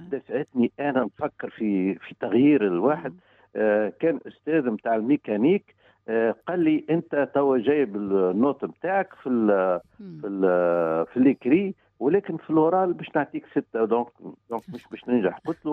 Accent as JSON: {"language": "Arabic", "country": "Tunisia", "also_born_or_lived": "Morocco / United Arab Emirates", "moved": "as an adult", "lives_now": "Germany", "said": "لأني أنا تونسي في المغرب ما كنتش نشعر بالغربة"}